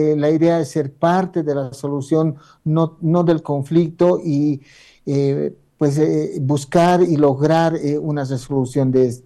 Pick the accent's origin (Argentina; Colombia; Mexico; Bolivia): Bolivia; hay que repensarnos como sociedad boliviana también